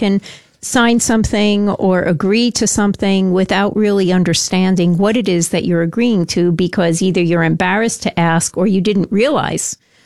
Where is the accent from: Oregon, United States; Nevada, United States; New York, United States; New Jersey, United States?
New York, United States; you know, I grew up in New York, and we went out to the island. That's where we had a place.